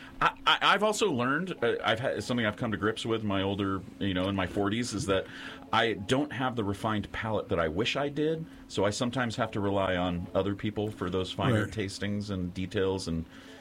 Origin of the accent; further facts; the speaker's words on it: Oakland, California, United States; I was a season ticket holder for over a decade. I'm from Oakland.